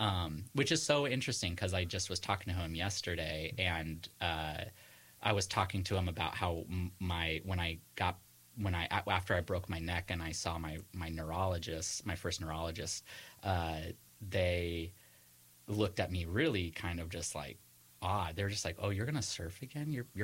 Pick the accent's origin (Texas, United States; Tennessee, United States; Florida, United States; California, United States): California, United States; San Diego; especially because I'm originally from San Diego.